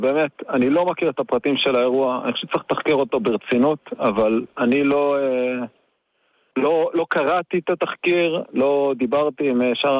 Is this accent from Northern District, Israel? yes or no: yes; Northern District, Israel; now in Nof HaGalil, Israel; גדלתי בקיבוץ ראש הנקרא, ואני חי בקיבוץ עירוני בנצרת עילית.